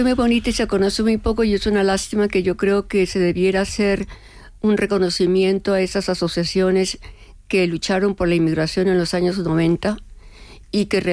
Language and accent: Spanish; Colombia; como colombiana de origen, pues con eso del realismo mágico y de García Márquez